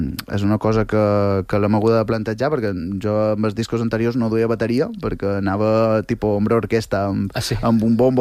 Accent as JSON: {"language": "Catalan", "town": "Santa Maria del Camí", "region": "Balearic Islands", "country": "Spain", "tie": "born there", "said": "estaré en el meu poble, Santa Maria del Camí"}